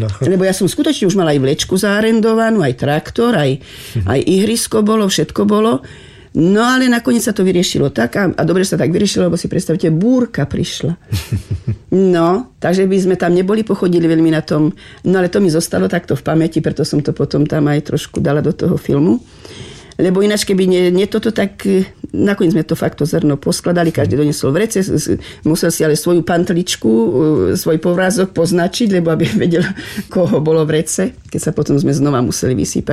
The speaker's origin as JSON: {"language": "Slovak", "town": "Veľké Kapušany", "region": "Košice Region", "country": "Slovakia", "tie": "born there", "moved": "yes"}